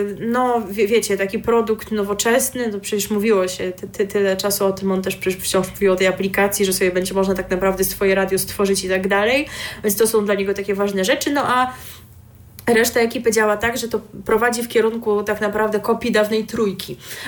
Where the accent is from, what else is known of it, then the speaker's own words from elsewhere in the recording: Pomeranian Voivodeship, Poland; jestem z Pomorza